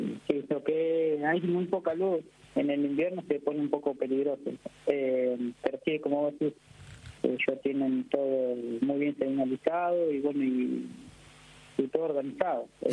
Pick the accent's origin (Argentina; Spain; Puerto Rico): Argentina; ¿cómo vos sos argentino? Sí, ¿y cómo hablas árabe? Y digo, no, lo que pasa es que estoy haciendo algunas temporadas en Kuwait